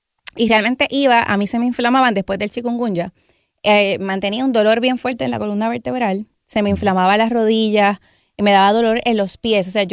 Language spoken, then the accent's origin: Spanish; Morovis, Puerto Rico; soy de Morovis, hija de Wilmer y Ruti.